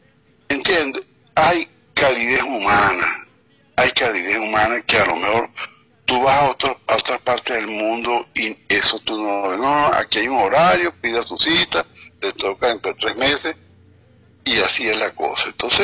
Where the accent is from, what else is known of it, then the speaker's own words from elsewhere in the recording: Yaracuy, Venezuela; born there; now in Valencia, Venezuela; sea aquí en Valencia, sea allá en mi pueblo, en Irbo, en Yaracuy